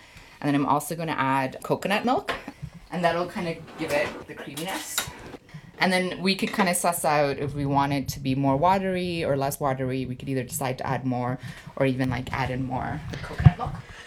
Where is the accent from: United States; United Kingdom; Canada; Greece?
Canada; when we were young kids, when we were growing up in Canada.